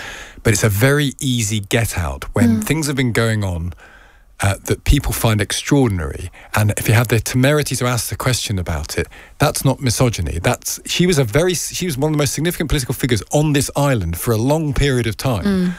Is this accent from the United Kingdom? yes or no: yes; England, United Kingdom; There's a water station at the village hall and we're all being very English and civilised and meekly accepting what we're allowed to take.